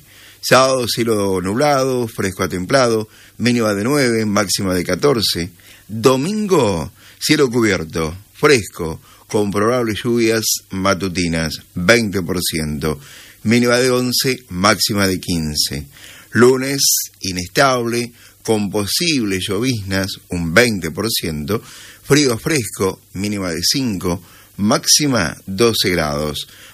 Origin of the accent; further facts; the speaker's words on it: Argentina; Somos así, argentinos.